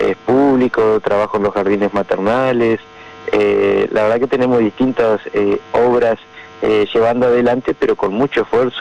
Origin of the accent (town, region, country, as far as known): Paraná, Entre Ríos, Argentina